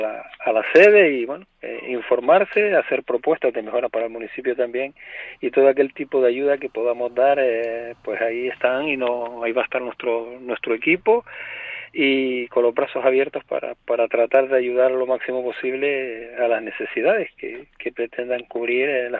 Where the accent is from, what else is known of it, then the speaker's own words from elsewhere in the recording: Vega de San Mateo, Canary Islands, Spain; todos los vecinos de San Mateo de la gestión de nuestro pueblo.